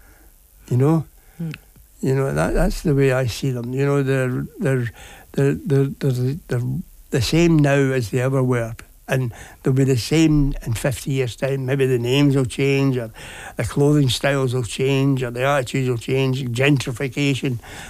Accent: Scotland, United Kingdom; now in Govan, United Kingdom; I think it's great to be, because I'm from Ayrshire, so living in Govan for a start is great.

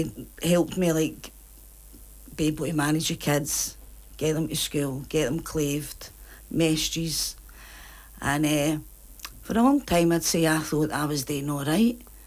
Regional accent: Glasgow, Scotland, United Kingdom; brought up in a wee place called Common Head in Easterhouse.

